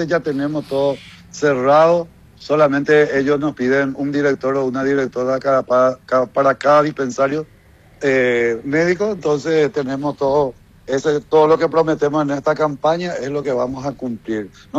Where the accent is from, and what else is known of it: Paraguay